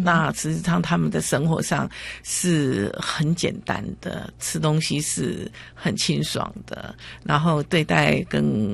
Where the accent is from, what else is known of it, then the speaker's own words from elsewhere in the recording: Taiwan; 像我们台湾人的话就很直接的就跟你就是这样对不起，就是不可以的。